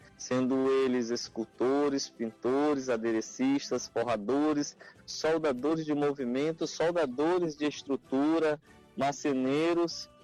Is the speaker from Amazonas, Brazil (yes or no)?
yes; Benjamin Constant, Amazonas, Brazil; ser filho da terra, e ser benjaminense, e ser do Alto Solimões